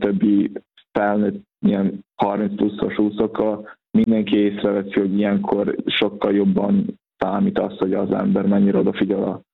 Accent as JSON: {"language": "Hungarian", "town": "Senta", "region": "Vojvodina", "country": "Serbia", "tie": "born or raised there", "moved": "yes", "lives_now": "Szeged, Hungary", "said": "Vajdaságban Zentán nőttem fel"}